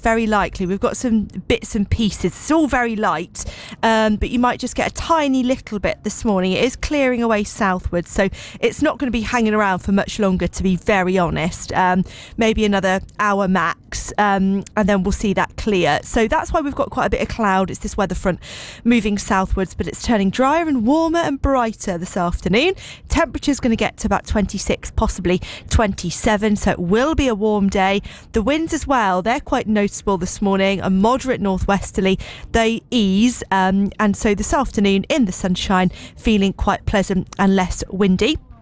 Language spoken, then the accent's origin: English; Glasgow, Scotland, United Kingdom; Well, I'm actually Scottish. So technically, I'd be supporting Scotland. Like, I'm from Glasgow.